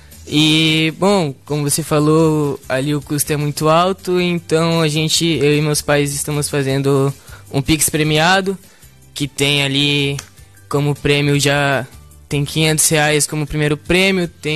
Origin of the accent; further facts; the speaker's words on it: Santa Cruz do Sul, Rio Grande do Sul, Brazil; also born or lived in Chapecó, Santa Catarina; now in Brusque, Brazil; eu sou do Rio Grande do Sul, sou natural de lá, Santa Cruz do Sul. Aí eu me mudei pra Chapecó, joguei por um tempo aqui. E daí há 2 anos eu me mudei pra Brusque